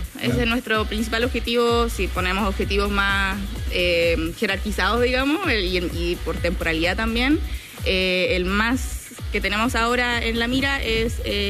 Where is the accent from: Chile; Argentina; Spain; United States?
Chile; Valdivia, Los Ríos; moved away; yo soy de Valdivia, donde el nivel es mucho más bajo.